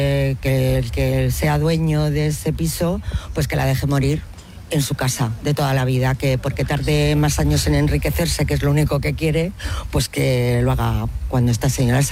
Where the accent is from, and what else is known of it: Madrid, Community of Madrid, Spain